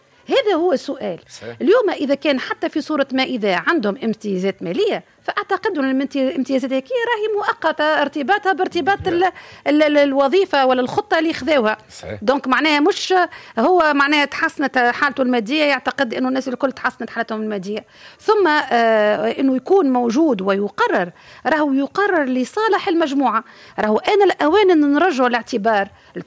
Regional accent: Tunisia; وانا كمواطن تونسي دافع للاداءات مواطن تونسي أبسط حقوقي بالدستور الصحة والتعليم

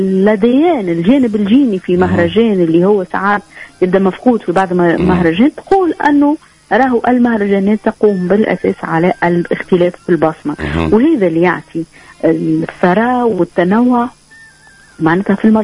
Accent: Sousse, Sousse Governorate, Tunisia; احنا من سوسة يعني من الساحل

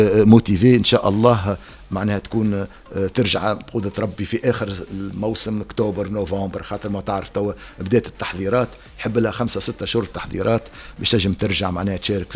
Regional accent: Tunisia; احنا في تونس

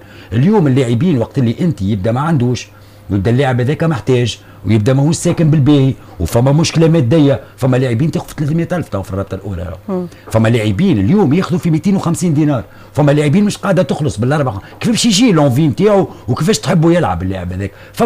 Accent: Tunisia

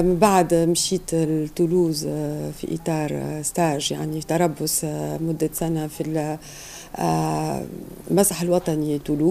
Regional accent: Tunisia; moved away as an adult; also born or lived in France; دونك وليت جيت ال 2001 رجعت لتونس باش دخلت يعني ندرس في الجامعة.

